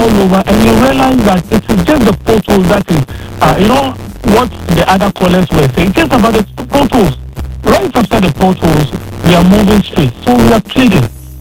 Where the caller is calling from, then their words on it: Nsawam, Eastern Region, Ghana; I live in Nansuman